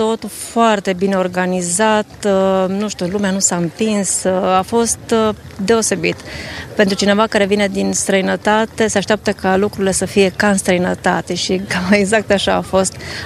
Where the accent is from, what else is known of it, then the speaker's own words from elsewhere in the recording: Timișoara, Timiș County, Romania; Două suntem din Timișoara și ne-am dorit foarte mult să ajungem aici la Mănăstirea Nicula.